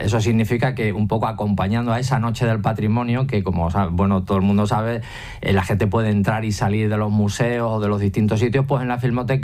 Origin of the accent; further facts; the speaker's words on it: Montehermoso, Extremadura, Spain; yo de pequeño, yo soy de Montehermoso, y en Montehermoso en aquella época había 3 cines, más luego los cines de verano